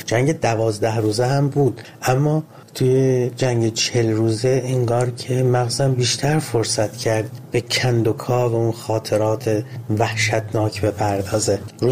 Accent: Ahvaz, Khuzestan, Iran; من کودکیمو توی جنگ گذروندم، اهواز، و در تمام طول 8 سال جنگ من با این سیر افزایشی بمباران‌ها بزرگ می شدم.

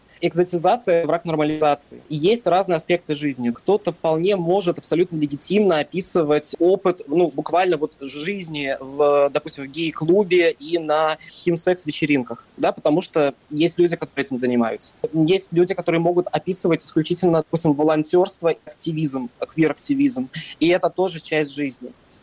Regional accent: Russia; moved away as an adult; now in Germany; Я уехал из России 3 января этого года, и поэтому я в Германии уже 7-й месяц.

